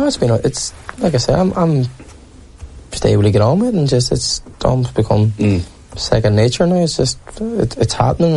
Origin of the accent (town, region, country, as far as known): Northern Ireland, United Kingdom